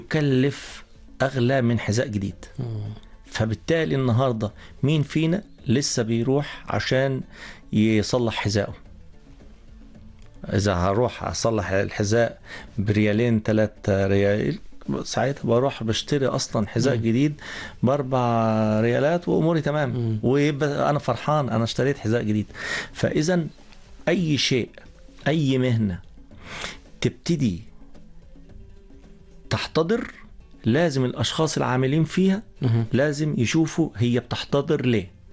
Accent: Egypt; إحنا عندنا في مصر كمان في تنوع شوية في التضاريس، لكن ما عندناش مدن وازدحام سكاني في مناطق جبلية

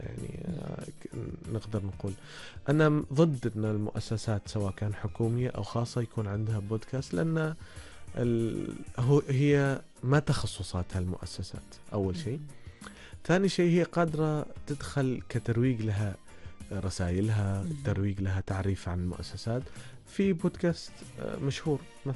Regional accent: Oman; عندنا في عمان

